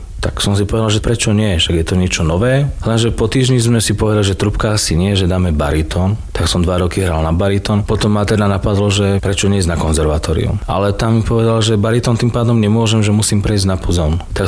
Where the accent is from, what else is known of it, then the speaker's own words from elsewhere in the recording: Trenčín Region, Slovakia; moved away; keďže pochádzam od Prievidze.